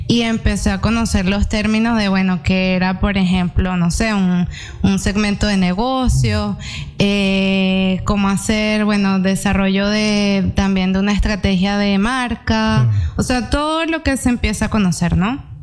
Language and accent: Spanish; Venezuela; accent: Venezuelan; now in Chile; como notarán en mi acento, yo soy venezolana